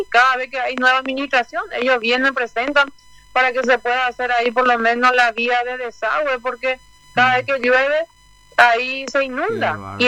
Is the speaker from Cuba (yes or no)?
no; José Domingo Ocampos, Caaguazú, Paraguay; born there; now in Hernandarias, Paraguay; Yo nací en José Domingo Campos, que es el municipio, último municipio de Caaguazú que linda con Juan Emilio Oleari.